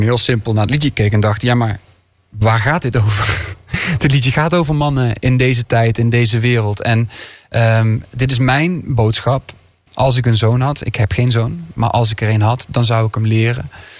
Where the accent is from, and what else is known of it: Limburg, Netherlands